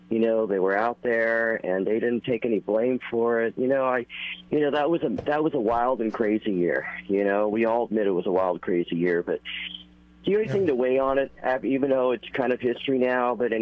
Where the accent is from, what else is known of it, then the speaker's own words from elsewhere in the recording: Maine, United States; It's always good to talk to a Mainer like myself, like Dan. We're both from Maine.